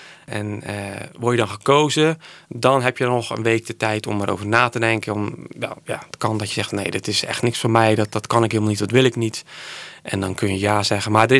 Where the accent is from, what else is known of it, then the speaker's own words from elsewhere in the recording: Sint-Annaland, Zeeland, Netherlands; also born or lived in Rotterdam; now in Goeree-Overflakkee, Netherlands; Oorspronkelijk kom ik uit Zeeland, Sint-Annelands, dorpje op het eiland Tholen. Dat ligt tegen Brabant aan. Berg op Zoom was voor ons de dichtstbijzijnde stad.